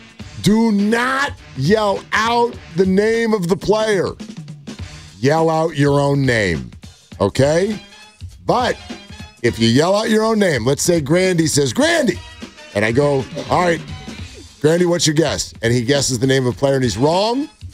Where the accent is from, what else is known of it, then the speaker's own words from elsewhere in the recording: Texas, United States; born there; I was born in Texas, and I have two sisters.